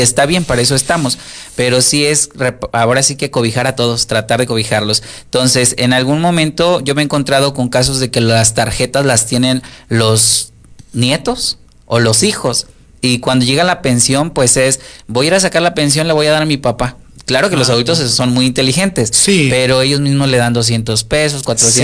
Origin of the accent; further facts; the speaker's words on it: Llanitos, Mexico; yo, por ejemplo, de donde soy, de Llanitos